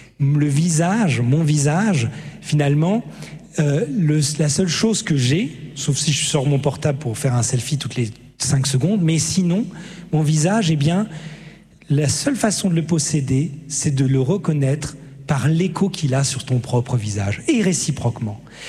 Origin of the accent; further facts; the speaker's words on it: Strasbourg, Grand Est, France; je viens de Strasbourg